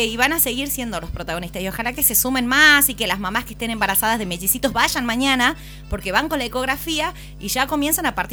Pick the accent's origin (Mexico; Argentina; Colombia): Argentina; Tucumán